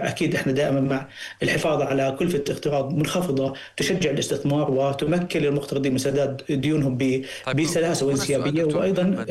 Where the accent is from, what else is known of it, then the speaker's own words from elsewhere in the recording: Jordan; عندنا في الاردن